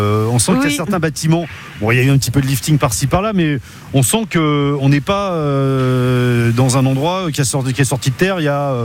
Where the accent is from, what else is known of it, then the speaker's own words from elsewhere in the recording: Bourgogne-Franche-Comté, France; ici à Touillon, chez nous, en Bourgogne, chez nous, en Côte d'Or